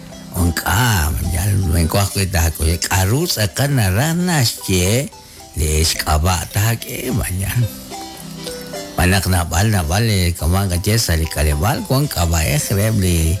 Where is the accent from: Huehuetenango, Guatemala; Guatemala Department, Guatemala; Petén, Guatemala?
Petén, Guatemala; Poptún; now in Austin, United States; Al saludo desde Agustín, Texas. Soy de Poctún.